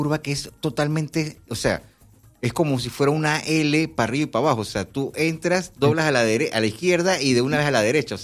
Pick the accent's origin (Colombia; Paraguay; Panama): Panama; somos panameños